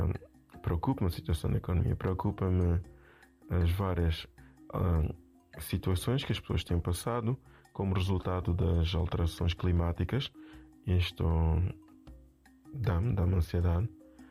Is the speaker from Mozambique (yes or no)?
yes; Mozambique; moved away; Ser moçambicano é uma coisa que acho difícil de descrever. É algo que se vive, que se sente. Então, e ser principalmente ser moçambicano na diáspora, é sentir aquela vontade de est